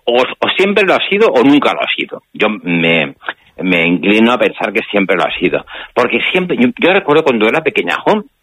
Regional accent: Barcelona, Catalonia, Spain; yo soy de Barcelona, sí.

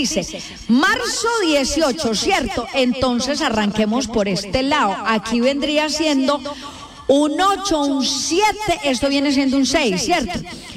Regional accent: Santander, Colombia; accent: santandereana; yo hablo como santandereana.

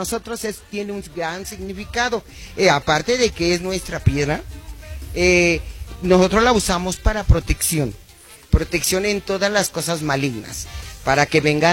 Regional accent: Chiapas, Mexico; vengo del estado de Chiapas, que me siento sumamente muy orgullosa de mi estado.

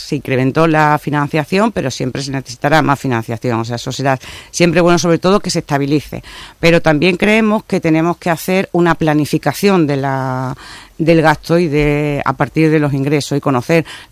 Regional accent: Llerena, Extremadura, Spain; Yo, por ejemplo, soy de Campiña Sur y yo reconozco que existe un problema de comunicación, que es difícil que se puedan trasladar de mi pueblo Llerena a Cáceres determinados estudiantes

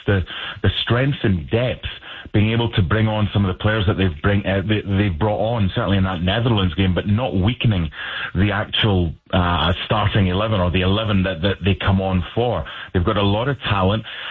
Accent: Scotland, United Kingdom; speaking as a Scotsman

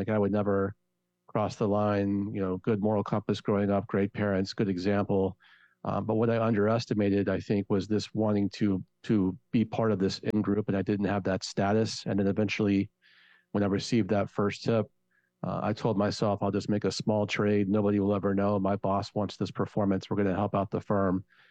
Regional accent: Georgia, United States; Just the quick story is I grew up outside Atlanta, middle-class family, oldest of three brothers.

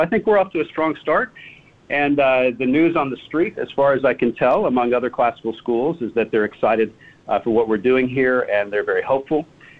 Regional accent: Texas, United States; I was born and raised in Texas, but I won't go all that way back.

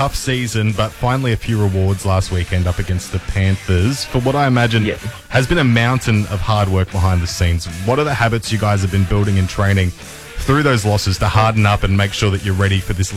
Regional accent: Brisbane, Queensland, Australia; now in Townsville, Australia; I've been a Broncos fan my whole life. I'm from Brisbane, moved up to Townsville September last year

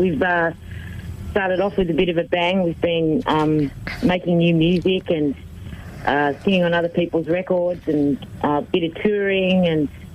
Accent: Australia; we're Australian.

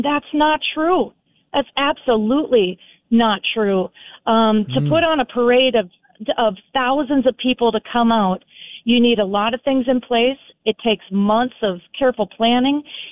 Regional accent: Alexandria, United States; I am. I consider that my hometown. My parents are still there, and we frequent there quite a bit.

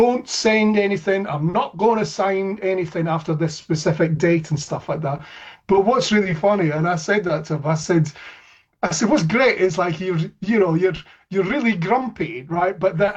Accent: Scotland, United Kingdom; And also because, as your listeners might hear, I'm Scottish, right?

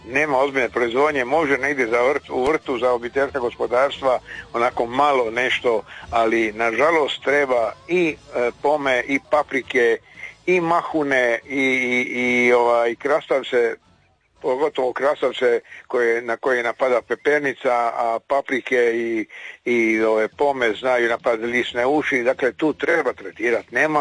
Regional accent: Croatia; A kod nas u Hrvatskoj to je simbolično 3-4%.

